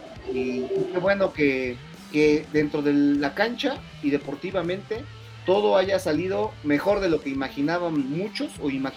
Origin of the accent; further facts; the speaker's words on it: Mexico; por supuesto que la mayoría de los mexicanos nos da lo mismo Argentina, para bien o para mal, pues, no sé, ¿no?